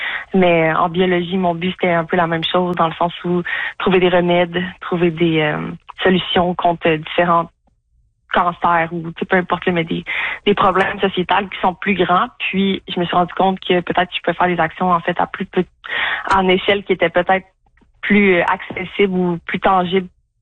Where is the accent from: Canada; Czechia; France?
Canada; Saint-Hyacinthe, Quebec; also born or lived in Sorel-Tracy; now in Sherbrooke, Canada; j'ai grandi majoritairement en Montérégie à Sainte-Hyacinthe